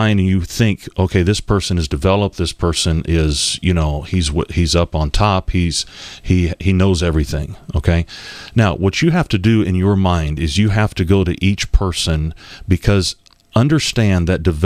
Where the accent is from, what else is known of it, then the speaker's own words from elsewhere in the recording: United States; We're fellow Americans